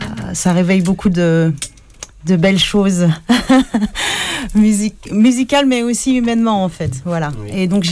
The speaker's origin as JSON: {"language": "French", "country": "France", "said": "moi je suis française d'origine martiniquaise."}